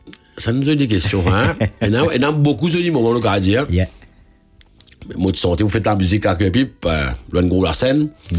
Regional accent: Mauritius; Mais moi, je suis content, ce gars, je suis mauricien, je dis, nous venons ce gars même.

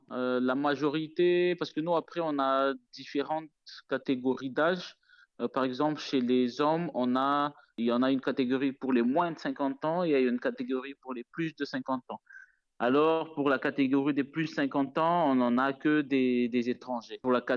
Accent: Madagascar; je viens de Madagascar

